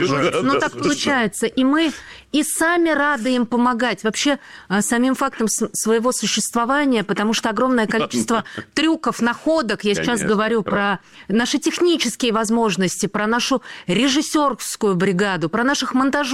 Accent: Volzhsky, Volgograd Oblast, Russia; Это мой родной город.

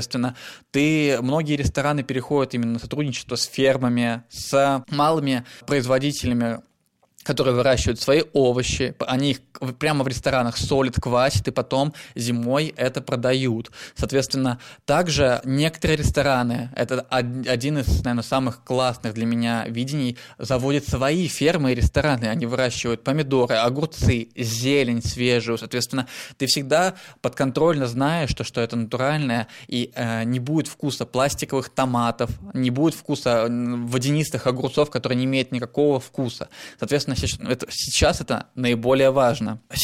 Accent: Sebezh, Pskov Oblast, Russia; Я вырос в Себеже, и в Себеже это замечательный озерный край, и там бесконечное количество природных ресурсов. Я даже помню, я в детстве, кстати, торговал ягодами, яблоками, грибами на рынке.

